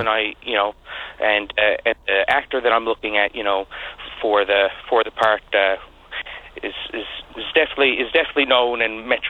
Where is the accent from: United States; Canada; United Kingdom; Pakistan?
Canada; Bay Roberts, Newfoundland and Labrador; from Bay Roberts